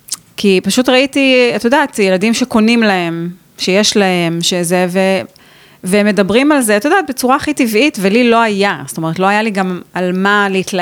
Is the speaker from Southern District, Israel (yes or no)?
no; Kiryat Haim, Haifa District, Israel; גדלתי אז בקריית חיים עד גיל 12